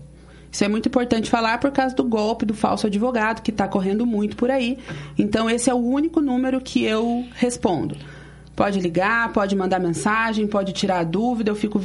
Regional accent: Curitiba, Paraná, Brazil; born there; Eu nasci em Curitiba.

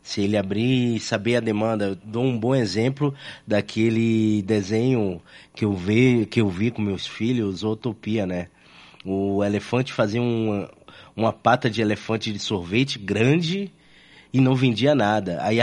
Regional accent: Salvador, Bahia, Brazil; born there; moved away; also born or lived in Rio de Janeiro; Eu sou solteiro paulitano, nasci em Salvador, Bahia, mas fiquei mais tempo no Rio de Janeiro, 21 anos no Rio de Janeiro.

